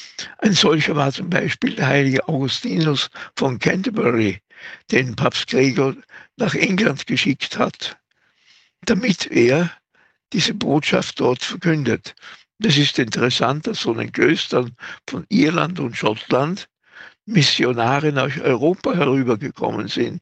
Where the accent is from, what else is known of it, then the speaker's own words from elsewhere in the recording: Salzburg, Austria; Aber auch bei uns in Österreich, in Salzburg, da haben wir die heiligen Rupert, Virgil und Ehrentrud.